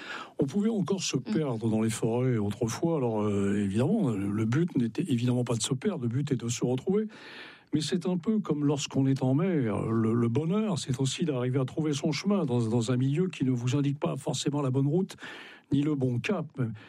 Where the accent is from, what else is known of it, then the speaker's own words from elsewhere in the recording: Brittany, France; Mais pas simplement parce que je suis breton